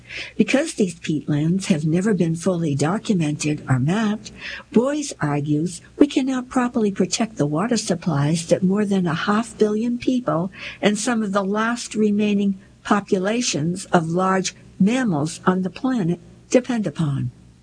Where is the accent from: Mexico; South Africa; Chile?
South Africa; As a South African